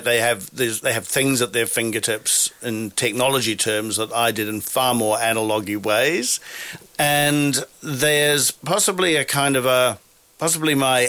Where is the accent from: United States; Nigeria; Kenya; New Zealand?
New Zealand; now in Sydney, Australia; because I grew up in New Zealand, much smaller population.